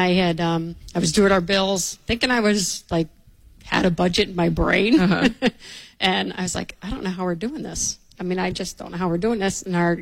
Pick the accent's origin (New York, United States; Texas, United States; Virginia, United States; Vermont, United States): Vermont, United States; Bristol; Bristol, Vermont.